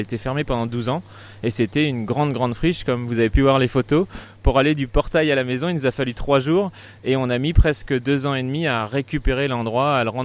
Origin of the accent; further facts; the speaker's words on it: Auvergne-Rhône-Alpes, France; Chez nous en Auvergne, partout où il y a de l'eau, on fait de l'élevage de truites.